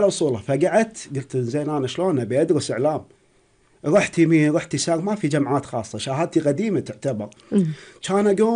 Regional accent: Kuwait

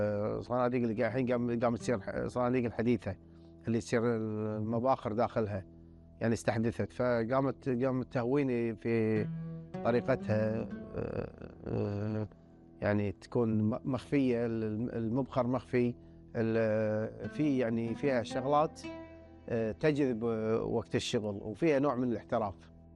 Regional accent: Kuwait; عندنا بالكويت

